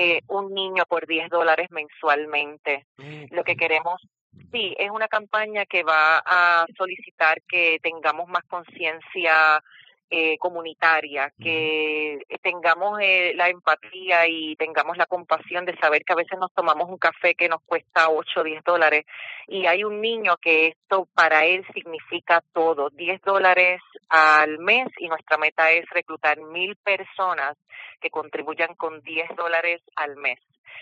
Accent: Puerto Rico; nosotros aquí en nuestro país tenemos tan de cerca la necesidad

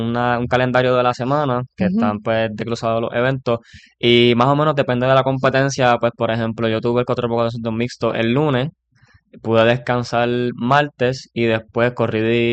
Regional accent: Puerto Rico; no solamente tengo el apoyo de Puerto Rico, sino también el apoyo de mi pueblo, que significa mucho.

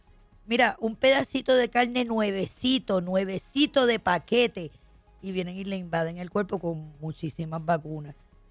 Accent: Puerto Rico; sea como el boricua, mira, Island Time. Yo sé que nosotros todo lo cogemos suave.

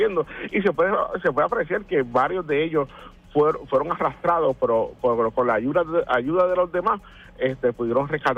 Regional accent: Puerto Rico; usted y yo, como puertorriqueños que vivimos en esta isla tropical

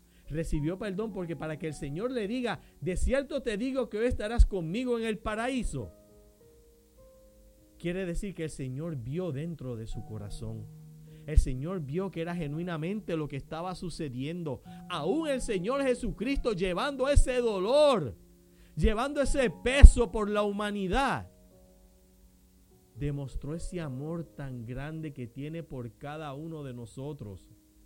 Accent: Caguas, Puerto Rico; como dicen en mi pueblo, por allí en Caguas

